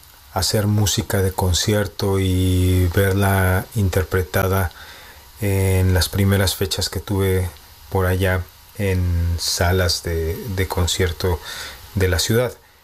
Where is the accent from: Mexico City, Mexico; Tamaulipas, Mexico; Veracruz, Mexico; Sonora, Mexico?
Tamaulipas, Mexico; now in Czechia; no somos muchos tamaulipecos radicando en Chequia